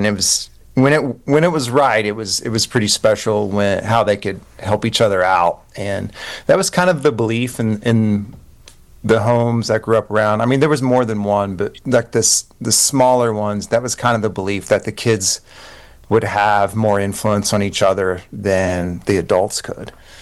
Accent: Kentucky, United States; I grew up in Eastern Kentucky, and my dad was a counselor in a group home.

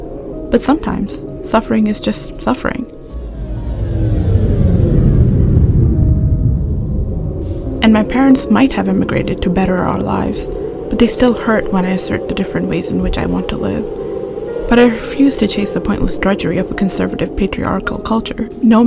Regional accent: Kuwait; English is a second language; Instead, I learned English in Kuwait. In high school, I jokingly tried to explain to a classmate why I pronounced my A's like that. In Kuwait, I went to an Indian school where I learned British English.

